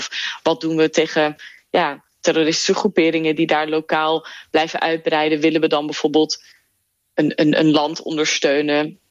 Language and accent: Dutch; Netherlands; born or raised there; now in Belgium